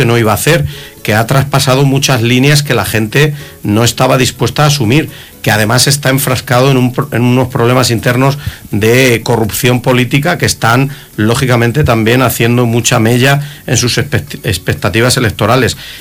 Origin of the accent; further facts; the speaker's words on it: Bolaños de Calatrava, Castilla-La Mancha, Spain; en mi pueblo, en Bolaños de Calatrava